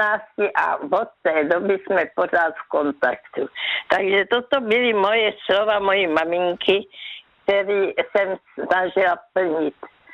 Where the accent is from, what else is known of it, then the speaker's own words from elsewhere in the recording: Brno, South Moravian Region, Czechia; Klidně, já jsem byla z Brna